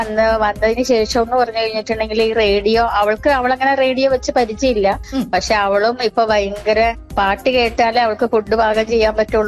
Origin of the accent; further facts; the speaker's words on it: Njarakkal, Kerala, India; now in Alangad, India; എന്റെ സ്വന്തം നാട് വൈപ്പിനാണ്, ഞാറക്കൽ എന്ന് പറഞ്ഞ സ്ഥലമാണ്.